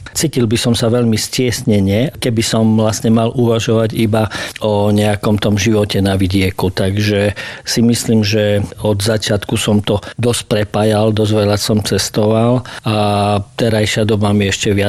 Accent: Raslavice, Prešov Region, Slovakia; Som rodakom, dokonca aj obidvaja moji rodičia pochádzali z Raslavic, takže ani som nikdy nerozmýšľal, že sa budem niekde sťahovať. Nakoniec som aj svoju manželku presvedčil, aby sme ostali u nás v Raslaviciach.

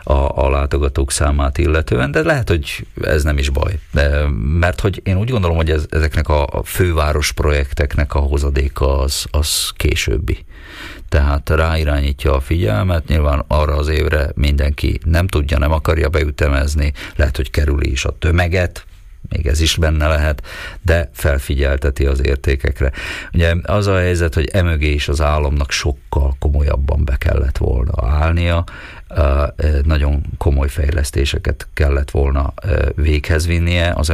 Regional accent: Slovakia

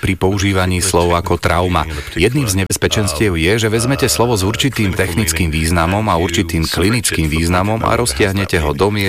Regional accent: United Kingdom

